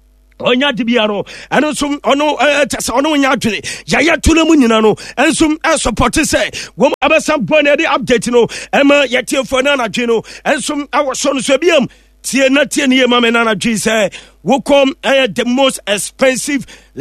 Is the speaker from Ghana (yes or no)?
yes; Kumasi, Ashanti, Ghana; I'm from Kumase 961